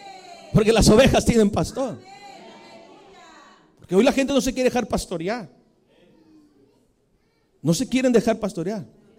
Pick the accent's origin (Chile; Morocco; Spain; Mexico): Mexico; así somos los mexicanos y las mexicanas.